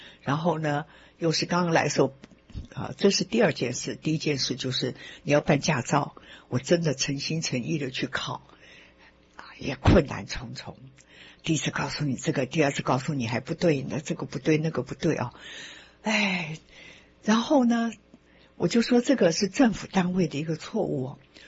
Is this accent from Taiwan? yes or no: yes; Taiwan; 我们台湾人说度丢就是你碰到了这个事情了